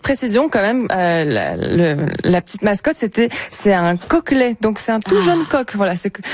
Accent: France; moved away as an adult; now in Canada; le Canada, je suis là depuis 2 ans, la France, je suis française, quoi

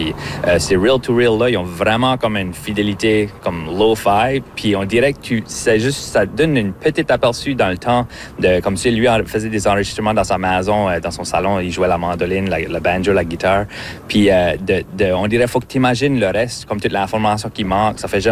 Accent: Memramcook, New Brunswick, Canada; c'est une expression qu'on dit par chez nous à Memramcook.

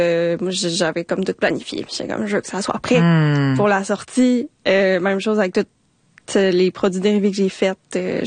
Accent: Quebec City, Quebec, Canada; now in Montreal, Canada; je viens de Québec

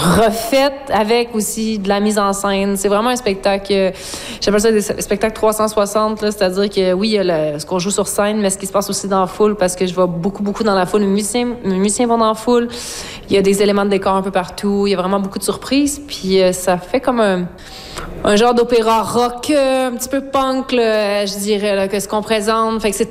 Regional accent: Rimouski, Quebec, Canada; C'est sûr que moi, tu sais, j'ai grandi à Rimouski, j'étais partie longtemps, je suis revenue, ça fait comme 6-7 ans

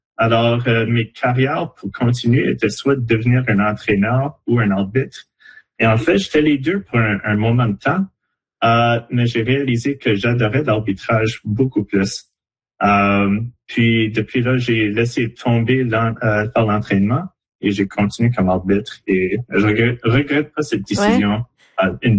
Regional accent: Moncton, New Brunswick, Canada; born or raised there; now in Dieppe, Canada

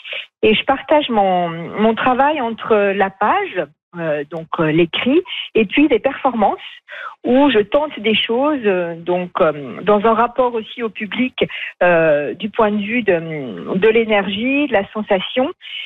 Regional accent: Saint-Étienne, Auvergne-Rhône-Alpes, France; born there; Alors, je suis née à Saint-Étienne, près de Lyon.

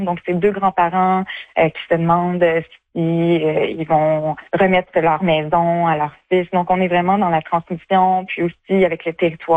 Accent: Saint-Hubert-de-Rivière-du-Loup, Quebec, Canada; Moi, je suis native de Saint-Hubert-de-Rivière-du-Loup, donc j'ai grandi sur le bord du fleuve.

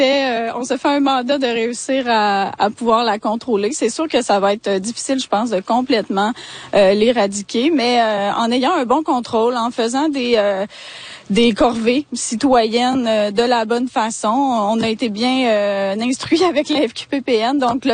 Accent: Lévis, Quebec, Canada

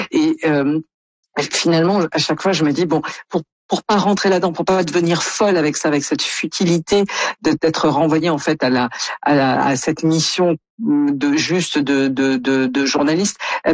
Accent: France; quand on est Canadien ou comme moi français

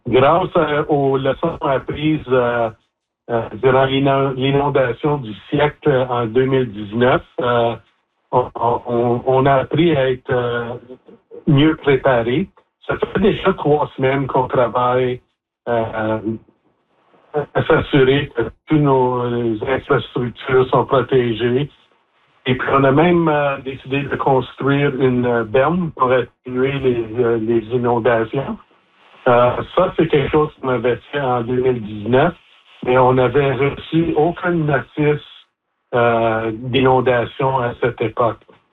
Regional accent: Mattawa, Ontario, Canada; depuis que je suis à Mattawa, ça fait toute ma vie

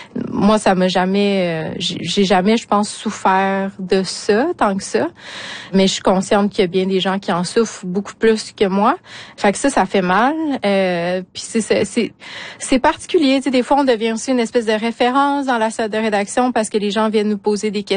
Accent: Quebec City, Quebec, Canada; comme Chouchane, j'ai grandi à Québec, donc hors communauté.

